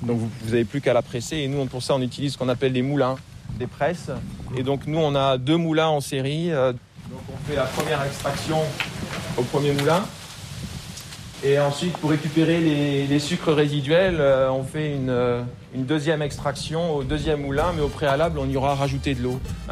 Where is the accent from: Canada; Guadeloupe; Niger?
Guadeloupe; Marie-Galante; Oui, alors moi j'ai grandi à Marais-Galante, absolument, ouais, toute mon enfance, jusqu'à la 5e où je suis parti ensuite en Guadeloupe